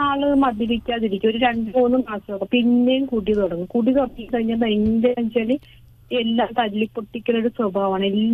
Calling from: Cherthala, Kerala, India; ഞാൻ ചേർത്തലയിൽനിന്നാ വിളിക്കുന്നത്.

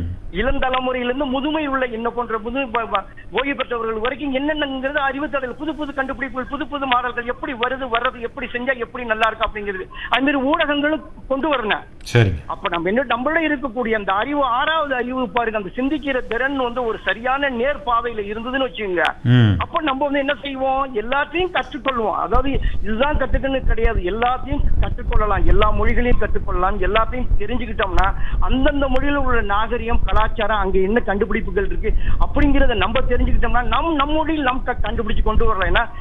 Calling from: Manakudi, Tamil Nadu, India

